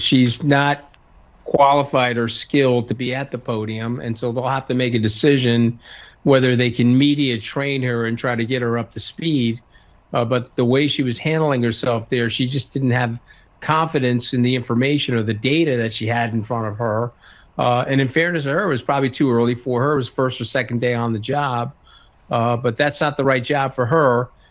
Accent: New York, United States; You know, I'm from New York.

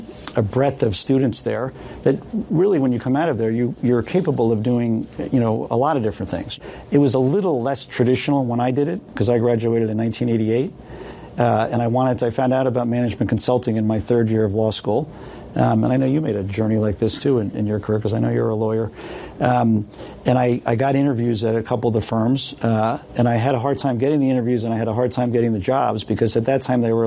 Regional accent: Hopewell Junction, New York, United States; We grew up in Hopewell Junction, New York. I went to John Jay Senior High School.

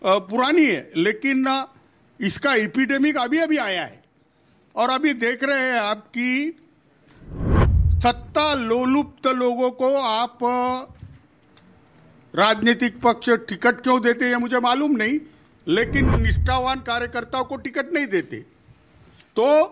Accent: Yavatmal, Maharashtra, India; मैं बताता हूँ, मैं यवतमाल से आता हूँ, 2 सांसद चुन के आए शिवसेना के वहां से

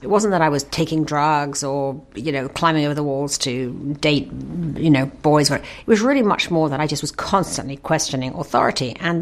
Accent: England, United Kingdom; I grew up in England with my parents were in the movie business.

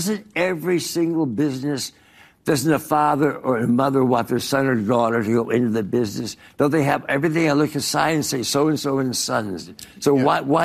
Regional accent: East Coast, United States; Well, I grew up in the East Coast. I was in all boys sort of private prep schools and this and that.

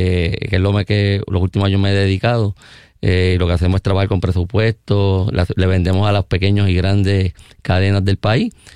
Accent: Cataño, Puerto Rico; somos de Vista del Morro. Una urbanización en Vista del Morro está frente, casi frente a la Bacardí. Ahí nos criamos, ahí crecimos.

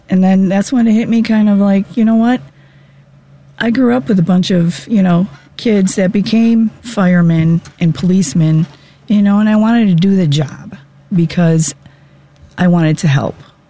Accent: Chicago, Illinois, United States; also born or lived in Poland; I grew up in Bridgeport, in back of the yards.

